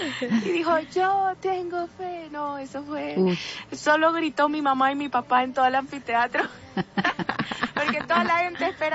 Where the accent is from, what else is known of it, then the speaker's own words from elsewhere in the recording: El Salvador; soy salvadoreña y tengo 19 años de edad.